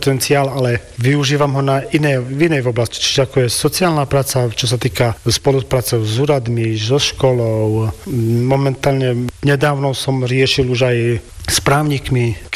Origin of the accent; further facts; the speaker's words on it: Družstevná pri Hornáde, Košice Region, Slovakia; pochádzam z vedľajšej dediny Drusovne pri Hornade